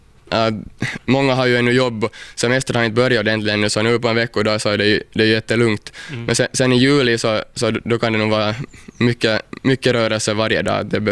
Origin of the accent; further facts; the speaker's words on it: Pargas, Southwest Finland, Finland; jag är nog hemma från Mielisholm, och min faffa är faktiskt hemma här från Kirjais också, så att jag är nog hela min släkt här ifrån regionen